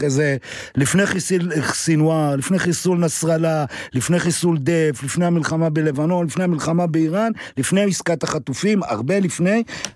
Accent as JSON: {"language": "Hebrew", "town": "Jerusalem", "region": "Jerusalem District", "country": "Israel", "tie": "born or raised there", "said": "ואני עוד גדלתי בירושלים שעוד היה שטחים פתוחים."}